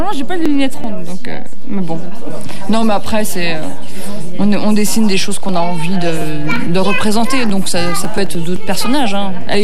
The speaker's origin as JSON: {"language": "French", "town": "Saint-Étienne", "region": "Auvergne-Rhône-Alpes", "country": "France", "said": "Saint-Etienne."}